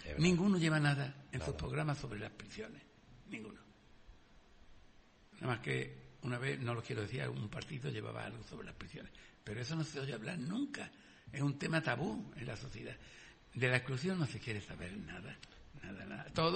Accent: Jerez, Andalusia, Spain; Yo soy de Jerez, conozco el chicle.

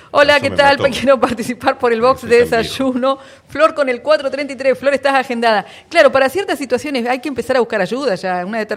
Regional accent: Argentina; no quiero hablar como argentina.

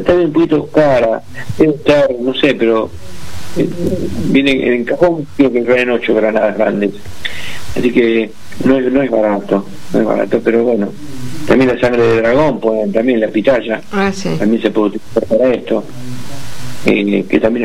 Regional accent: Italy; moved away; En el pueblo donde yo crecí en Italia

